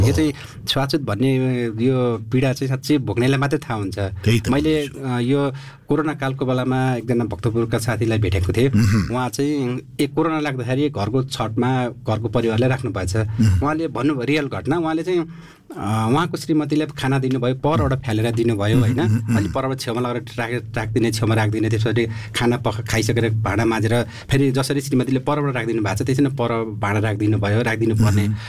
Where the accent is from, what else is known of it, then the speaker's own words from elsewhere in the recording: Dhankuta, Koshi Province, Nepal; जस्तो आजकै दिनसम्म कुरा गर्ने भने मेरो गाउँ धनकुटा हो, म गाउँमा बस्छु